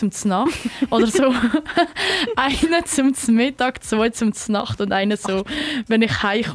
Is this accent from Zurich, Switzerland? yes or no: no; Sursee, Lucerne, Switzerland; ich komme ja aus Sursee.